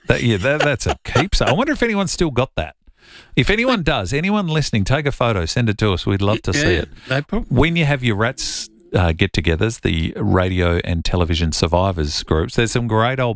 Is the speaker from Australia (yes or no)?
yes; Millicent, South Australia, Australia; So I grew up in Millicent. We had a community station.